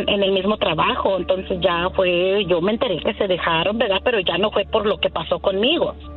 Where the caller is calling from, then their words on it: Oklahoma, United States; Desde Oklahoma.